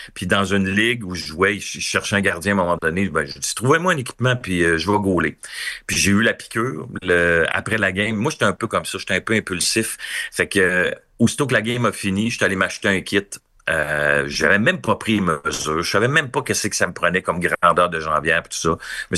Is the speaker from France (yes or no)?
no; Quebec City, Quebec, Canada; Puis moi, j'étais tellement content, moi, j'étais un gars de Québec, fait que j'étais partisan des Nordiques.